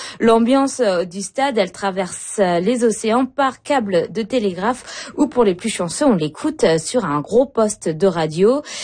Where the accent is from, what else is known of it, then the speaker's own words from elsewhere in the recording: France; Moi, en tant que Française